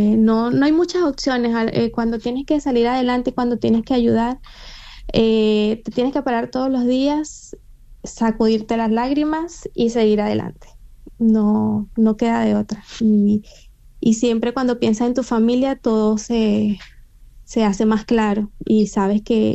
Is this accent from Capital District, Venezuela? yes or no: no; La Guaira, Venezuela; Caribe, claro, yo nací ahí cerquita de la playa, yo soy de La Guaira y ahí tenía